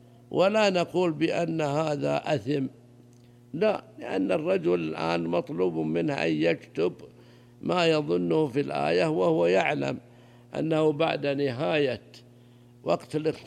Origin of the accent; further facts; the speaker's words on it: Saudi Arabia; بينما هو عندنا في السعودية كان قديما يعني 1200 قبل 3 سنوات